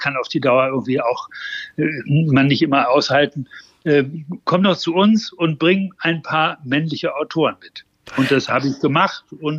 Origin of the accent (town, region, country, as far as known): Hamburg, Germany